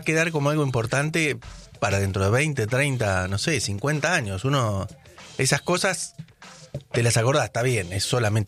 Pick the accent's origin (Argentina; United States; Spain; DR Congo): Argentina